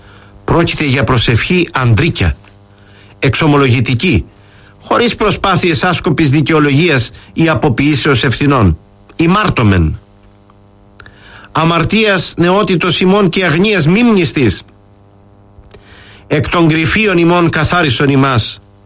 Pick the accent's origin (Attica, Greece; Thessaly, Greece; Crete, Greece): Crete, Greece; Στην πατρίδα μου την Κρήτη